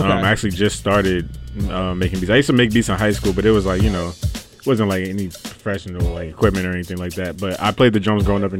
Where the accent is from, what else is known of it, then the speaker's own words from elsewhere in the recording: New Jersey, United States; also born or lived in Virginia; now in Richmond, United States; So originally I'm from New Jersey. Shout out Big Jersey, you know what I'm saying? I grew up there and I moved out to Richmond, Virginia, and I've been here ever since.